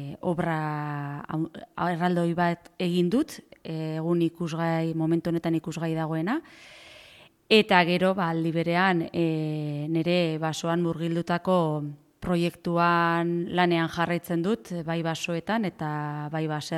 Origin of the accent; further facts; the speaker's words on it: Irun, Basque Country, Spain; now in Oiartzun, Spain; ni artista margolari irundarra naiz, egun Oiartzunen bizi naiz, baserri batean